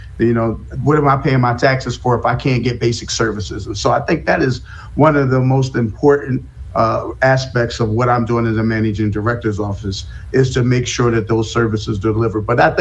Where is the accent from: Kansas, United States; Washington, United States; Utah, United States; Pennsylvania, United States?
Pennsylvania, United States; Philadelphia; Well, I'm from West Oak Lane. Okay. That's where I grew up throughout my whole life. Right now, I live in the Northeast Philadelphia. I was born in North Philadelphia.